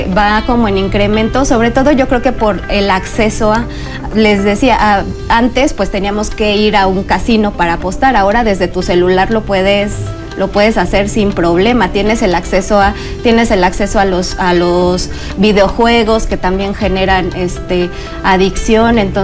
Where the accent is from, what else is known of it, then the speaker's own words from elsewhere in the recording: Querétaro, Mexico; En el caso de los servicios de salud del estado de Querétaro, que es de donde yo vengo, hay 33 centros de salud